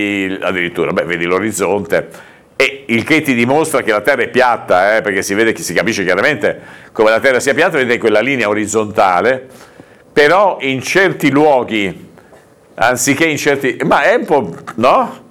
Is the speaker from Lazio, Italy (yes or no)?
no; Zoagli, Liguria, Italy; born there; sono nato a Zoagli, guarda cosa mi tocca di vedere, hai capito?